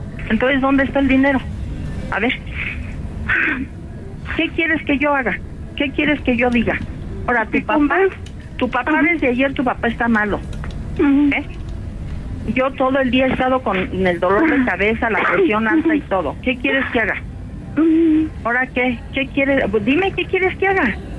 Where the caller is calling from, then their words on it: Naucalpan, State of Mexico, Mexico; Yo vivo en Naucalpan.